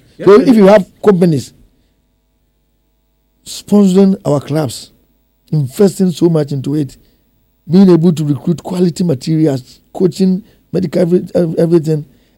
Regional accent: Sekyere South District, Ashanti, Ghana; now in Kumasi, Ghana; Well, I am from Asamai and Yamwasi. My mother is from Asamai and Yamwasi, all both in the Sechere South District. And our capital is Aguna. Our constituency is Efija Sechere East.

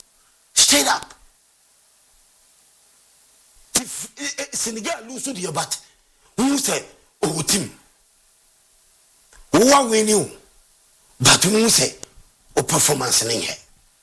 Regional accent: Ghana; I'm a Ghanaian. Every Ghanaian wanted a win.

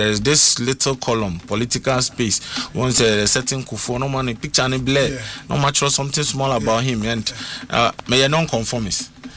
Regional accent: Tema, Greater Accra, Ghana; I grew up with my so I was born bred in Tema Community 9.

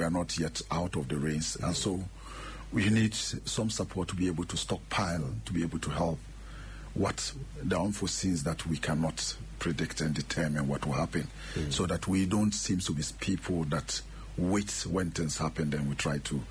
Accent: Ghana; As a Ghanaian, when your colleague, especially when the dead body, we respect the dead so much, that's the last we can give to anybody.

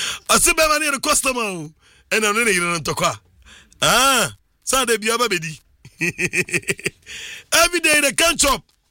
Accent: Nigeria; We are Nigerian, Omo.

